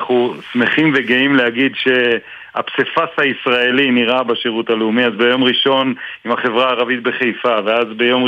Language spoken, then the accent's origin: Hebrew; Beit El, West Bank, Palestine; אבל אני בן בית אל בילדותי, ואחד מילדי בית אל זה גם בצלאל סמוטריץ', שר האוצר